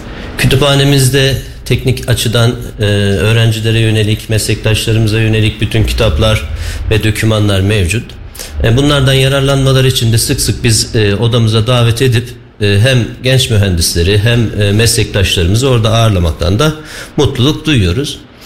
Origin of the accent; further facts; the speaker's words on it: Kayseri, Turkey; born there; also born or lived in Kırıkkale; 1975 Kırıkkale doğumluyum ama 40 senedir Kayseri'deyim. Kayseri'de yaşıyorum.